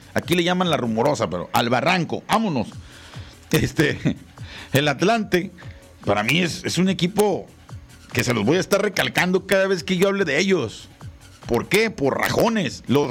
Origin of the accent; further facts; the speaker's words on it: Mexico; Yo también soy mexicano